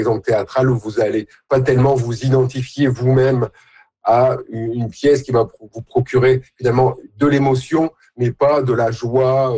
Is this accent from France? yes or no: yes; France; now in Canada; moi, en tant que Français